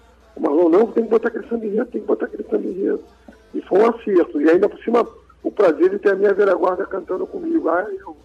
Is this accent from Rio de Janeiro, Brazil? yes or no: yes; Rio de Janeiro, Brazil; criança na região da Grande Madureira, que eu tenho o maior prazer de ter nascido e vivido minha infância, minha adolescência, Madureira, ser criado em Oswaldo Cruz, entre os dois bairros.